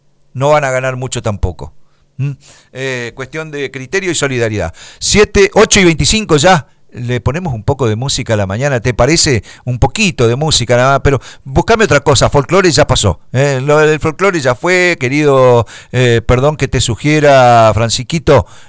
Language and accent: Spanish; Argentina; somos nosotros los argentinos